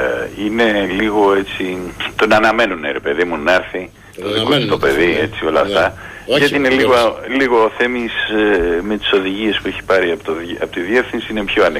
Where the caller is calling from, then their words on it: Agios Dimitrios, Attica, Greece; από τον Μπραχάμι.